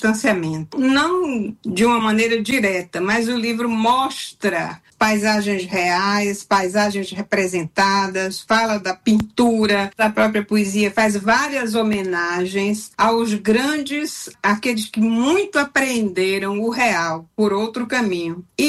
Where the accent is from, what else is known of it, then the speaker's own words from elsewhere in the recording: Bahia, Brazil; born there; Eu sou do sul da Bahia, da Mata Atlântica Costeira, então eu venho de uma paisagem muito exuberante.